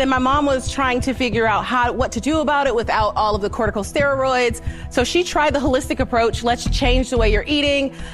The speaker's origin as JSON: {"language": "English", "town": "Gardena", "region": "California", "country": "United States", "said": "I'm from Gardena, California, and I'm here seeking $100,000 for 10% of my company."}